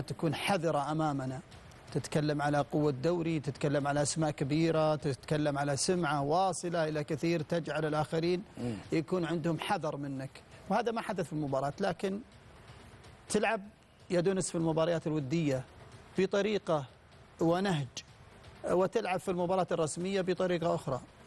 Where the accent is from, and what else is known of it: Saudi Arabia